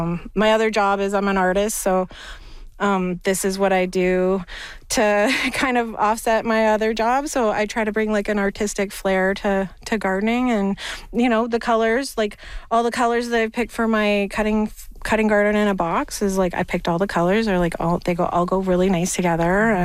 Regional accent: Whitehorse, Yukon, Canada; growing up in Whitehorse is really hard gardening, but Dawson is really great farming.

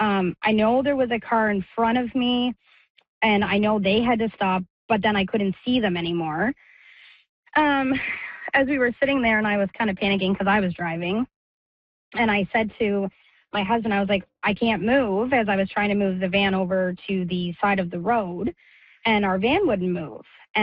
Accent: Summerside, Prince Edward Island, Canada; I'm from Summerside, PEI.

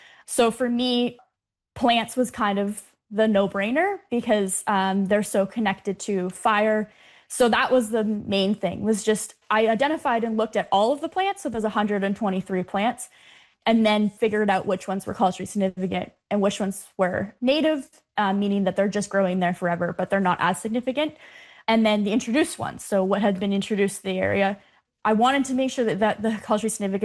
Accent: Ontario, Canada; I grew up on Georgian Bay and I've always been connected to land.

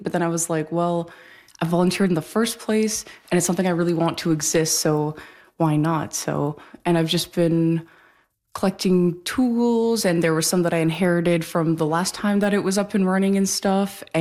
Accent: Toronto, Ontario, Canada; moved away as an adult; I grew up in Toronto and that was like a big, when I moved here for the first time 5 years ago, that was like a big culture shock for me

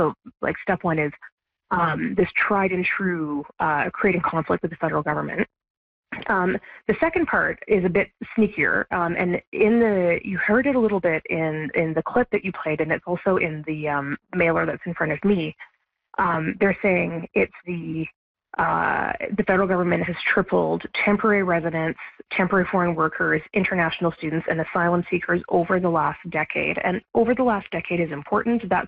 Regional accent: Canada; second generation Canadian, but I am blonde and blue eyed.

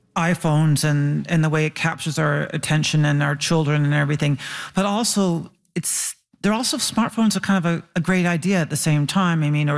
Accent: Canada; I'm Canadian.

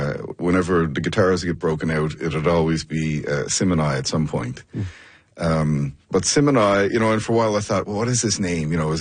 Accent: Carbonear, Newfoundland and Labrador, Canada; And I'm from Carbonear in Conception Bay.

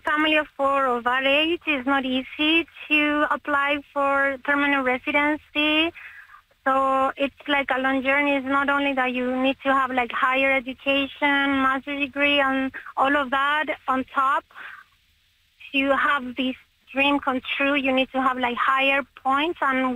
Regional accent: Chile; first language Spanish; English is a second language; moved away as an adult; now in Canada; We are from Chile in South America. So our first native language is Spanish. And we came to Canada 4 years ago to give my two daughters an opportunity to grow up in a safe country

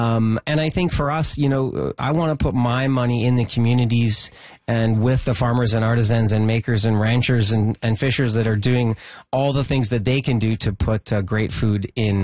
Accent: British Columbia, Canada; So firstly, as a British Columbian or as a Canadian, ask a few more questions.

